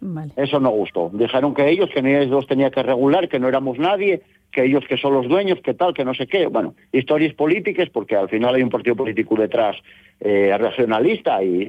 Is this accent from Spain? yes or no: yes; Mieres, Asturias, Spain; yo soy un ganadero de Mieres que fui allí